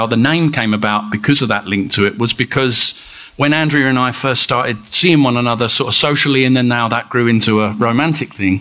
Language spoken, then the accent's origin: English; England, United Kingdom; moved away; she's from Northern Ireland and I'm from England.